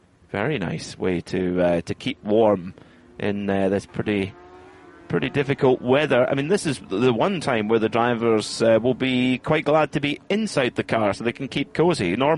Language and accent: English; Scotland, United Kingdom; I'm from Scotland, remember, so anything fried is always a winner.